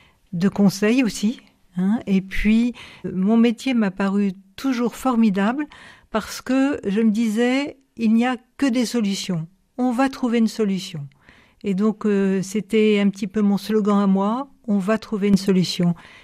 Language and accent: French; Versailles, Île-de-France, France; Oh non, mon père qui était militaire a posé ses valises à Versailles et donc j'ai grandi à Versailles.